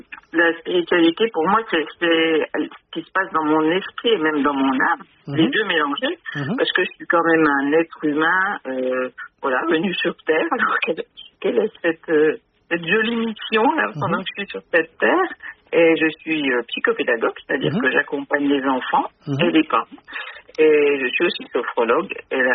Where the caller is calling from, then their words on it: Laval, Pays de la Loire, France; J'appelle de Laval, en Mayenne.